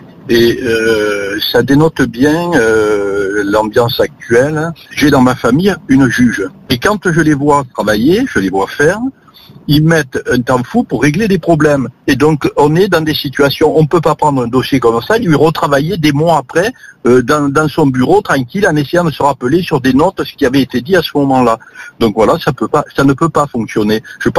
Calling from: La Farlède, Provence-Alpes-Côte d'Azur, France; de La Farlède, dans le Var.

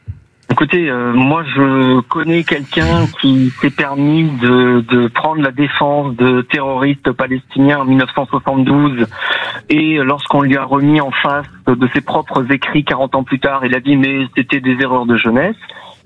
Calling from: Toulouse, Occitanie, France; moi je suis à Toulouse, je approche les 50 ans

